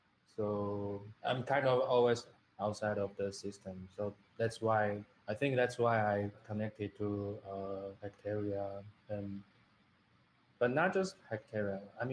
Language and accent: English; Taiwan; English is a second language; I'm from Taiwan.